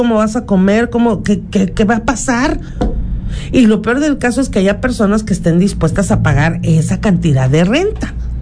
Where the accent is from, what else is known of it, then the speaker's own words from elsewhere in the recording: Mexico City, Mexico; Espérame, pues si esta es mi tierra, yo vivía aquí antes.